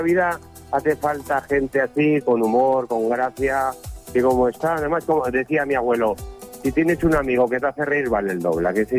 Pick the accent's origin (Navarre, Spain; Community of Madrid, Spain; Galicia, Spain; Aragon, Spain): Navarre, Spain; Pamplona; aquí tenéis un Navarro Pamplónica